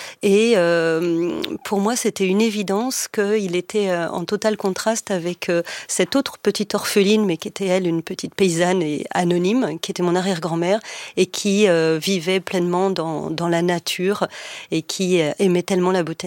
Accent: Bourgogne-Franche-Comté, France; now in Paris, France; moi qui suis à Paris pour mon travail, donc d'éditrice depuis maintenant 25 ans, je me sens toujours une provinciale et particulièrement une fille du Morvan et des forêts.

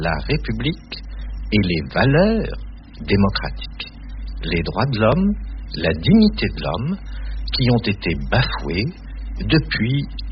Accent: Kabylie, Algeria; born there; first language Kabyle; je suis en même temps et indivisément algérien parce que je suis né en Kabylie de père et mère kabyle, que le kabyle est concurremment avec le français ma langue maternelle

